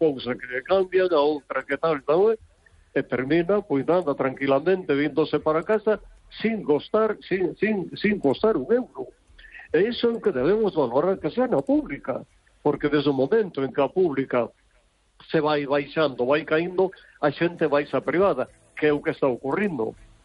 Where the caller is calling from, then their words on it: Vigo, Galicia, Spain; Hola, buenas noches. Soy